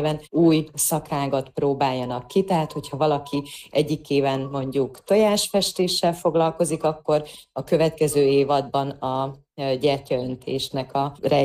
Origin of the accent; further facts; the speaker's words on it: Zakarpattia Oblast, Ukraine; Igen, hát az elmúlt napokban otthon Kárpátalján a Szürtei rendezvénytermünkben tartottuk meg az évadzáró szakkör kiállítást